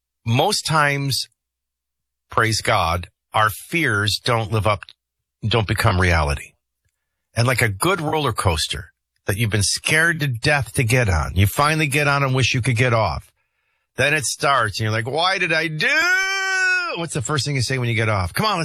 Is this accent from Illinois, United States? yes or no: yes; Chicago, Illinois, United States; now in New Orleans, United States; Listen, I was from Chicago. I moved down to New Orleans. I'm fishing on a bayou